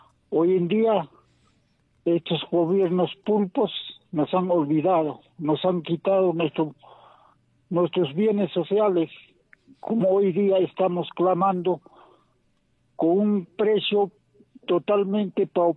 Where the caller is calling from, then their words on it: Puno, Peru; de la provincia de Azángaro.